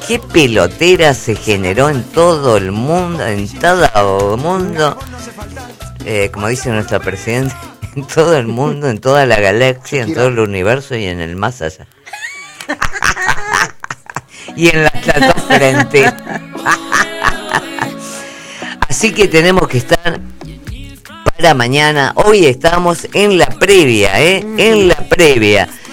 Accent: Argentina; Soy argentino.

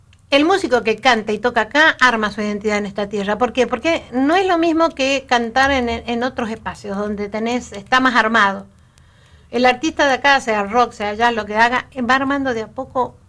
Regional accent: Mendoza, Argentina; now in Santa Cruz, Argentina; Yo amo mi Mendoza

